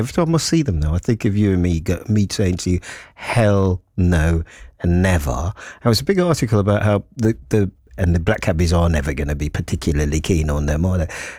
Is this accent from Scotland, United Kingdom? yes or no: no; London, United Kingdom; And I'm a Londoner.